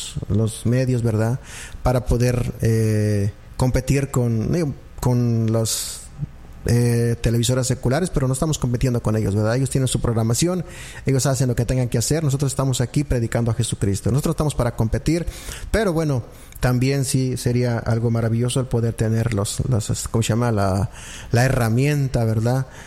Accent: Puebla, Mexico; now in Houston, United States; Yo soy poblano

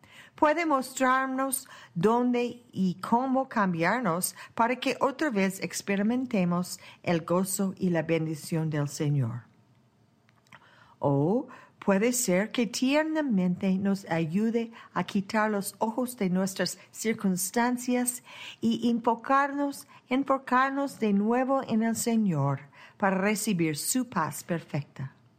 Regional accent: British Columbia, Canada; En lo natural, también en el Valle Fraser, de donde vengo yo, en Colombia Británica, en Canadá, hay suelo muy rico y la mayoría de las verduras y bayas crecen allí.

